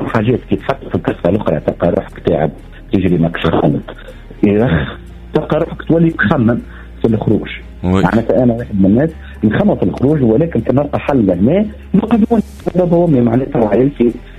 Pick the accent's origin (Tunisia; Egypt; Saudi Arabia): Tunisia; انا كشاب تونسي عمري 28 سنة